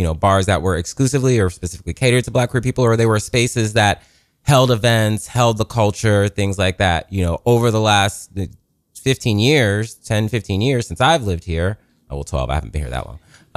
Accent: Columbus, Ohio, United States; I'm from Columbus, Ohio

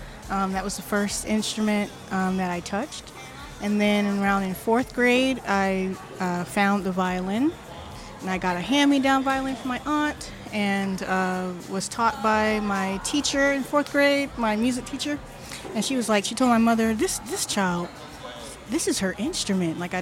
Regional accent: the South, United States; my own childhood and the things that I saw growing up in the South.

